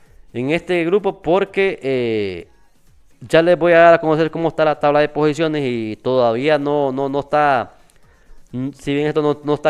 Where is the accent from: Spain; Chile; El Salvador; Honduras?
Honduras; con las expectativas que uno siempre tiene como hondureño